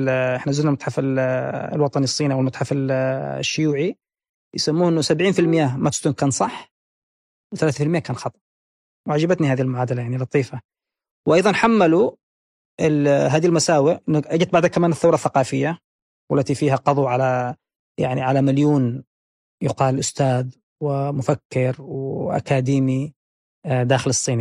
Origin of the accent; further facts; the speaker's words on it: Yemen; إحنا عندنا في اليمن